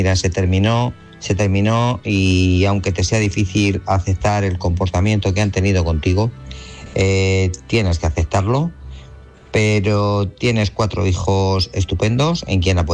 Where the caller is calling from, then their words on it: Guadalajara, Castilla-La Mancha, Spain; de Guadalajara.